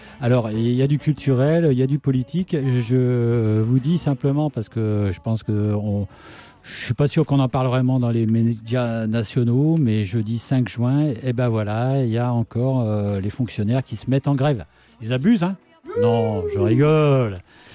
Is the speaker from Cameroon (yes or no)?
no; Auvergne-Rhône-Alpes, France; accent: Beaujolais; mon accent du Beaujolais